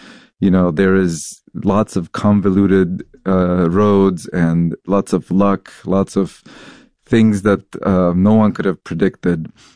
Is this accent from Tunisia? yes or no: no; Lebanon; English is a second language; moved away as an adult; now in United States; As I mentioned, I was an immigrant. I came to United States from Lebanon. At that point, as a naive 18-year-old, I didn't even know that a career in science was a possibility.